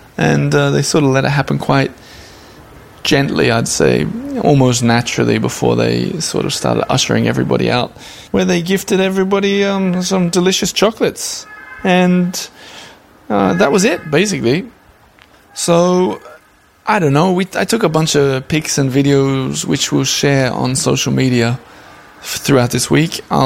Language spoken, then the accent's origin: English; Australia; similar to how I was felt a bit sort of out of place as an Australian there